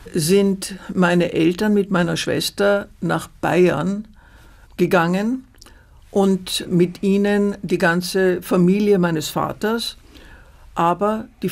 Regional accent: Vienna, Austria; also born or lived in Bavaria; Und so bin ich in Wien aufgewachsen. Und die Tatsache, dass wir eben keine gebürtigen Wiener waren

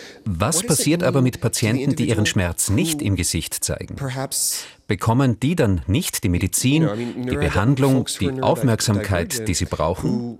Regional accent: Canada; also born or lived in United States; Ich meine mit wir Kanada. Ich bin Kanadier, geboren in den USA.

